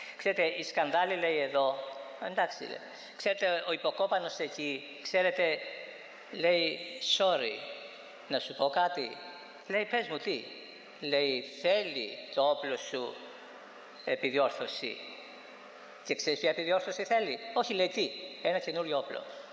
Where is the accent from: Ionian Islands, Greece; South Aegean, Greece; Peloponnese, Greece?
Ionian Islands, Greece; Corfu; στο νησί μου στην Κέρκυρα.